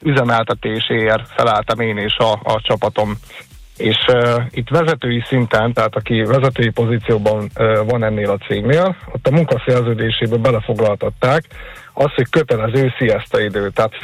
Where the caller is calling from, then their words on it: Hungary